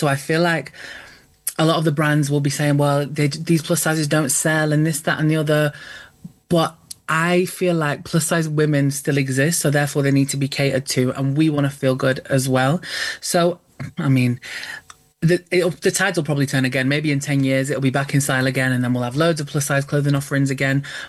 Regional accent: United Kingdom; I mean, I think as British people in general

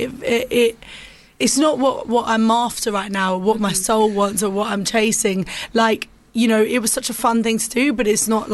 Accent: Cyprus; They tend to know me because it's like the Middle Eastern connection, because I'm from Cyprus, obviously.

